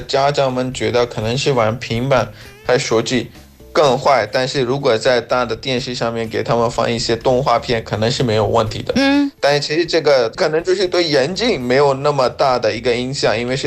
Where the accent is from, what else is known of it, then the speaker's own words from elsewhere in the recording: Pakistan; Chinese is a second language; 感谢大家收听，我是来自巴基斯坦的